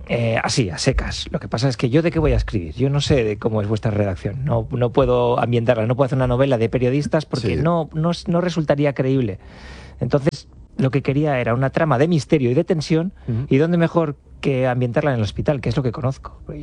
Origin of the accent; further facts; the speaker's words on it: La Rioja, Spain; also born or lived in Zaragoza; now in San Sebastián, Spain; Soy riojano, trabajaba, ejercía en Zaragoza, pero llevo 5 años en San Sebastián. Y sí, es un pueblo.